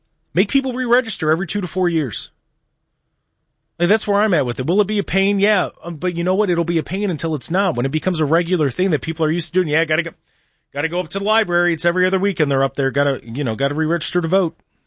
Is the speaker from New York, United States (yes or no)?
no; Ohio, United States; As an American, as an Ohioan, as somebody who lives in your county